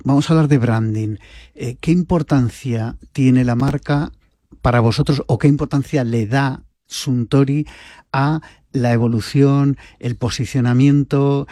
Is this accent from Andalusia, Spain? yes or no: no; Vitoria-Gasteiz, Basque Country, Spain; había marcas icónicas para mí cuando era pequeño, de mi ciudad natal, de Vitoria